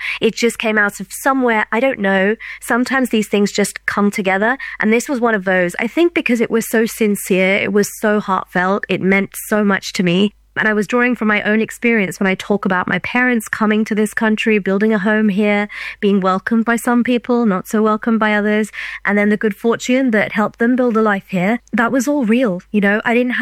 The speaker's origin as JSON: {"language": "English", "region": "England", "country": "United Kingdom", "tie": "born there", "said": "I was born in England, but we're very much rooted to India. We're very proud of our heritage, but both places are home"}